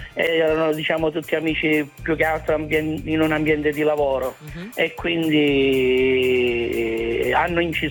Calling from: Rossano, Calabria, Italy; Io sono di Rossano Calabro, provincia di Cosenza. Mm-hmm. Però mi sono sposato in Sicilia, a Scicli.

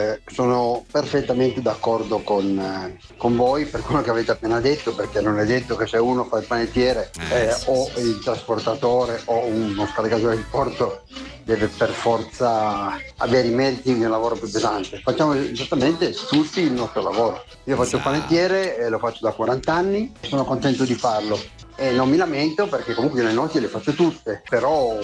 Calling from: Coazze, Piedmont, Italy; da Coazze.

